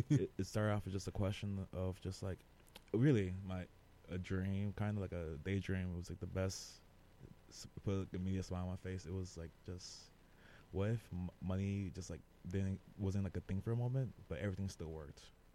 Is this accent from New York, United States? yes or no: yes; Bronx, New York, United States; I am a writer from the Bronx.